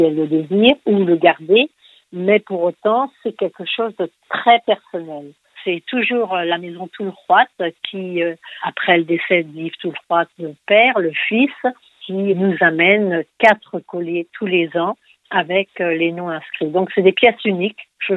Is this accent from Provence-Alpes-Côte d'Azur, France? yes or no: no; Rennes, Brittany, France; first language Breton; French is a second language; nous avons été élevés dans la ville de Rennes, tout en langue bretonne.